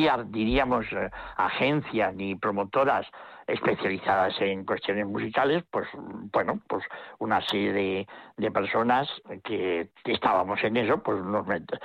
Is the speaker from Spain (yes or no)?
yes; Vitoria, Basque Country, Spain; pues yo soy de Vitoria y hemos visto tantas cosas, he dado tantas vueltas